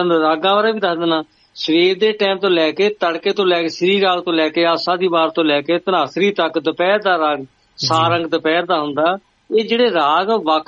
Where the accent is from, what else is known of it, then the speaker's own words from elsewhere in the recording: Punjab, India; ਗੰਨਾ ਪਿੰਡ ਵੀ ਵਿੱਚ ਉਹਦਾ, ਮੀਆਂ ਵਾਲੇ ਵੀ ਵਿੱਚ ਉਹਦਾ, ਮੇਰਾ ਇਲਾਕਾ ਉਹੀ ਆ, ਉੱਥੇ ਮੇਲਾ ਹੁੰਦਾ ਮੌ ਸਾਹਿਬ